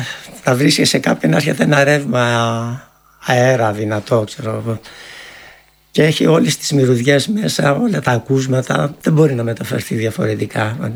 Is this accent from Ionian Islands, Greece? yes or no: yes; Lefkada, Ionian Islands, Greece; also born or lived in Paris / Athens; Τα παιδικά μου χρόνια στη Λευκάδα και το Παρίσι. Η Αθήνα δεν μου στέριωσε ποτέ.